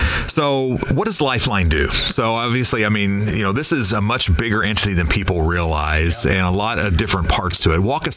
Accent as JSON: {"language": "English", "region": "Indiana", "country": "United States", "tie": "born or raised there", "moved": "as an adult", "lives_now": "Fort Wayne, United States", "said": "I grew up in West Central Indiana."}